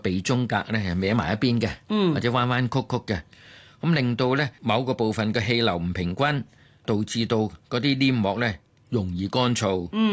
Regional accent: Guangdong, China; 我廣東人叫流鼻血啦

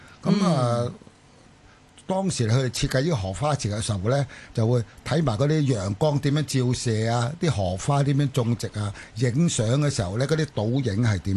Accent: Chaozhou, Guangdong, China; 我都係潮州人。

